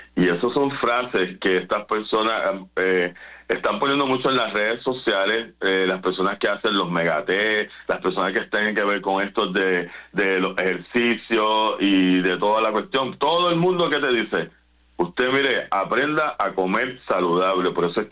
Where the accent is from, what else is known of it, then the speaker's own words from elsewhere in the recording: Puerto Rico; nos afecta a nosotros como puertorriqueños también